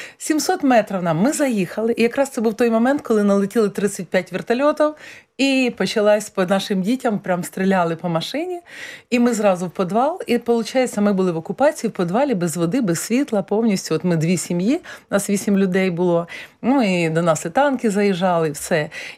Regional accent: Kyiv, Ukraine; Я з Києва, але так вийшло, що я їхала в сторону

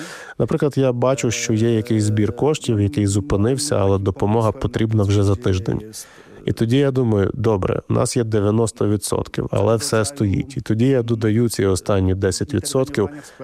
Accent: Poland; У мене в крові є досвід окупації. Тому це інстинктивно. І саме тому для мене очевидно, що як поляк я підтримую країну, яка переживає фактично те саме.

